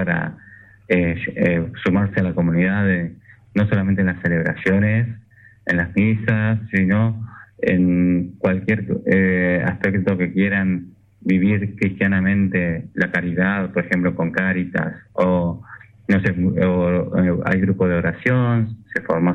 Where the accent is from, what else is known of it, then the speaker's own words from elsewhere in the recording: Pedro Luro, Buenos Aires Province, Argentina; moved away as an adult; now in Tres Arroyos, Argentina; yo tengo 40 años, bueno, como le decía, soy de Pedro Luro, y bueno, hace 6 años que estoy acá en Tres Arroyos